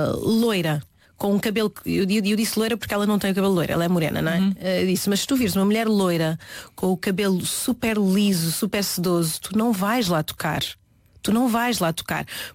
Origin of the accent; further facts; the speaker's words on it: Oeiras, Lisbon, Portugal; accent: Oeiras; eu nasci em Oeiras, o que é que queriam que eu falasse?